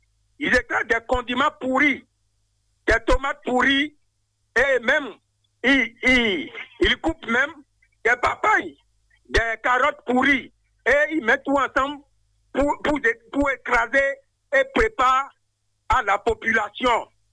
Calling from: Porto-Novo, Ouémé, Benin; je vous appelle depuis Vouledate, Porte-Nouveau.

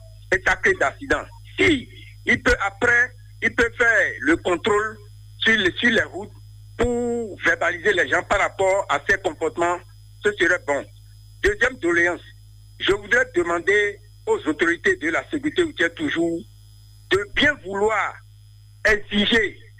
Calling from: Porto-Novo, Ouémé, Benin; Je vous appelle depuis Rwanda 2, Porto-Nouveau.

